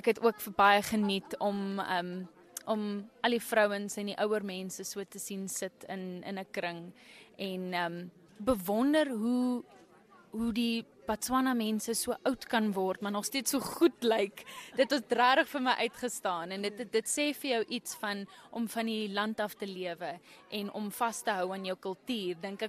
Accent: Windhoek, Khomas, Namibia; Ek is 27, ek is gebore en groot geword in Windhoek, maar my familie kom van Gobabis af.

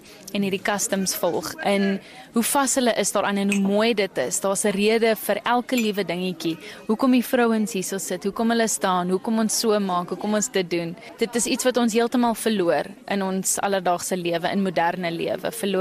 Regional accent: Windhoek, Khomas, Namibia; Ek is 27, ek is gebore en groot geword in Windhoek, maar my familie kom van Gobabis af. Ek is eintlik 'n

